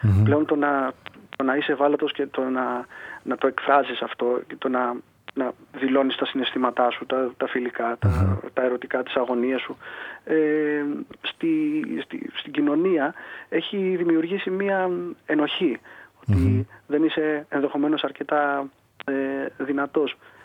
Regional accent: Volos, Thessaly, Greece; αυτό που θα λέγαμε στα μέρη μου, ξεκινώντας από το Βόλο δηλαδή.

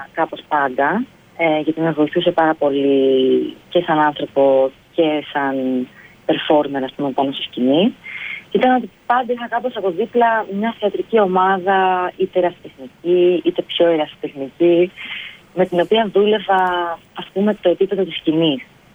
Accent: Athens, Attica, Greece; moved away as an adult; also born or lived in Thessaloniki; now in Berlin, Germany; Στην Ελλάδα, ναι, στην Αθήνα γεννήθηκα και μεγάλωσα στο Πολυτεχνείο Αδριατικής. Βορειοανατολική Αττική.

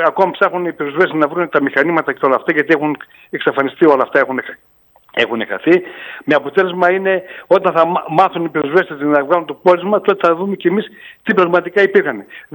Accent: Greece; σαν Έλληνες

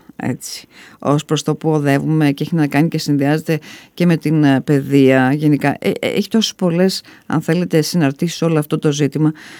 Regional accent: Greece; Αλλά νομίζω ότι και ως Έλληνες το θέλουμε αυτό.

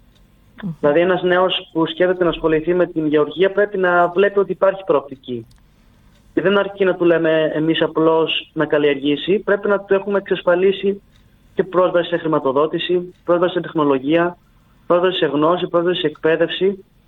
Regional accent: Volos, Thessaly, Greece; είμαστε από τη Θεσσαλία και από το Βόλο

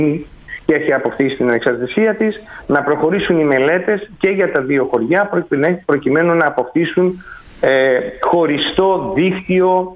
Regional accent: Sinarades, Ionian Islands, Greece; Πέθηκε από την τοπική κοινότητα Συναράδων, από το χωριό μου

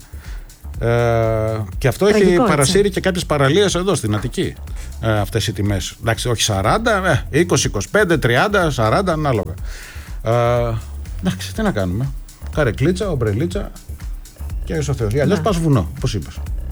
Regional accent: Paramythia, Epirus, Greece; Παραμυθιά εγώ.

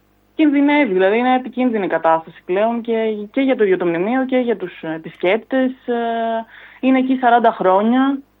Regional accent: Nea Figalia, Western Greece, Greece; Είμαι μέλος του Συλλόγου γιατί κατάγομαι και από τη Νέα Φιγαλία.

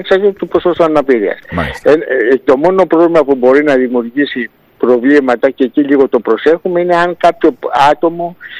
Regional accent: Kypseli, Greece; born there; αυτό το συγκεκριμένο το παιδί ήταν και από το χωριό μου.

